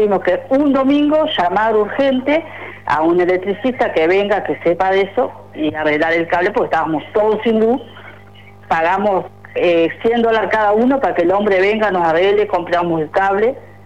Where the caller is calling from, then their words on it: Maldonado, Uruguay; yo crié 2 hijos en Maldonado Nuevo, soy de Maldonado Nuevo